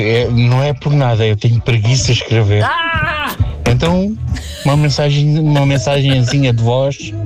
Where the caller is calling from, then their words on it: Quarteira, Algarve, Portugal; Estou a falar de Quarteira, do Algarve.